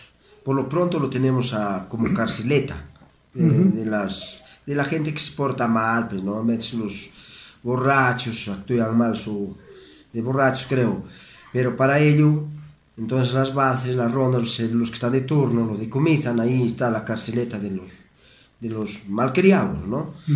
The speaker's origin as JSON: {"language": "Spanish", "country": "Peru", "said": "demostrar que somos buenos peruanos"}